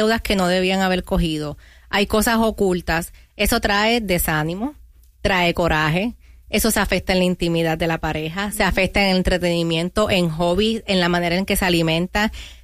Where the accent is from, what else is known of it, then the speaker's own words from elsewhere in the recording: Puerto Rico; Ya que soy boricua, vamos a hablar de la isla